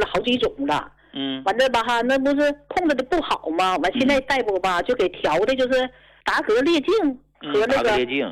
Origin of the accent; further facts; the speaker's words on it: Shenyang, Liaoning, China; 我是沈阳的。